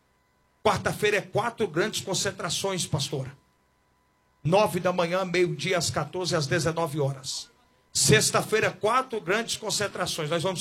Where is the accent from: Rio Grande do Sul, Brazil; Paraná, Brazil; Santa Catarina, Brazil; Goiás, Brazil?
Goiás, Brazil; eu sou do Goiás